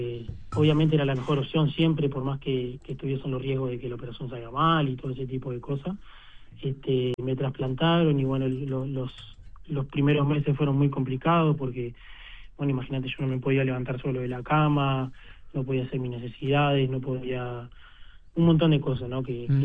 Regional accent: Minas, Lavalleja, Uruguay; also born or lived in Montevideo; porque yo soy de Minas

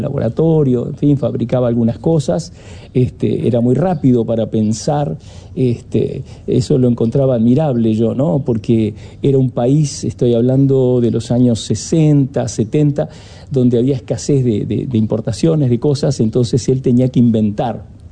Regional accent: Uruguay; mi padre fuera extranjero, soy uruguayo de primera generación, ¿no? Viniese de Viena, de Austria

